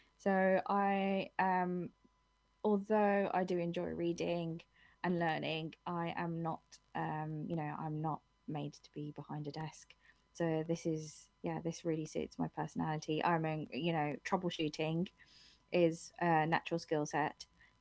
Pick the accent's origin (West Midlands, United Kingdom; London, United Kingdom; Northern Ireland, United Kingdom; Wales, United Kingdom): London, United Kingdom; now in St Albans, United Kingdom; I'm a very proud Womble. I am from Wimbledon, South West London. I'm one of three.